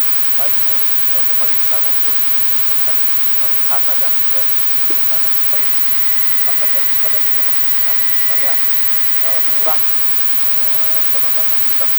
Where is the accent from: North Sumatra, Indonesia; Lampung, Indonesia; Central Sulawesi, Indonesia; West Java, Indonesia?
Central Sulawesi, Indonesia; Palolo; Jadi saya tetap mencintai akan daerah saya di Sigi, karena saya orang Sigi, orang Palolo saya.